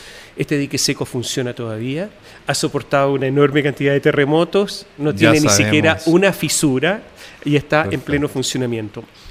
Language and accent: Spanish; Italy; also born or lived in United States